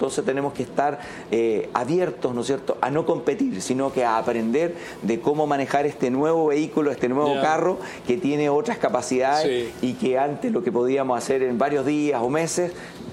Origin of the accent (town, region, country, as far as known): Chile